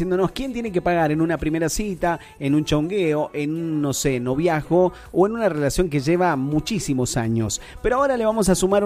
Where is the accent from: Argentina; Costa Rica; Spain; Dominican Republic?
Argentina; Mendoza; ¿Qué mendocino no ama a …?